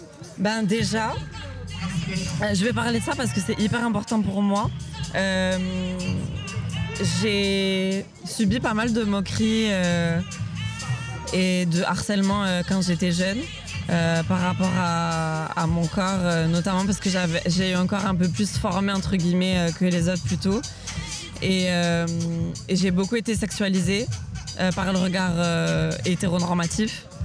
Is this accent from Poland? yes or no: no; south of France, France; now in Lyon, France; Je suis basée à Lyon, mais je viens du sud de la France à la base.